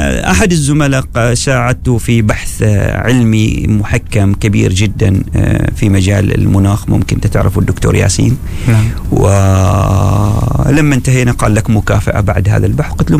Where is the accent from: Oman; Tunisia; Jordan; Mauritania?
Oman; محدثك عماني وافتخر بعمانيتي وافتخر بهويتي